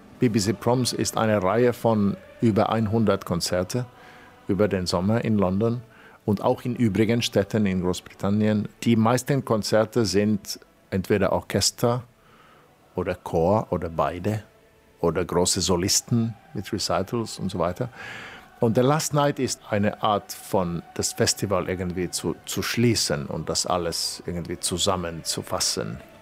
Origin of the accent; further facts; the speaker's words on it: Finland; German is a second language; Und für mich als Finne, vielleicht das Schwierigste ist, dass man muss es auch ein bisschen humoristisch machen